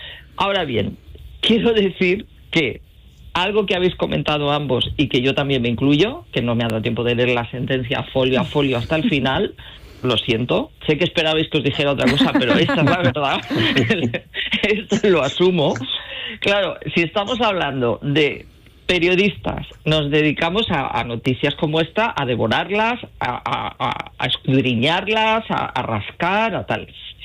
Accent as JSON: {"language": "Spanish", "country": "Spain"}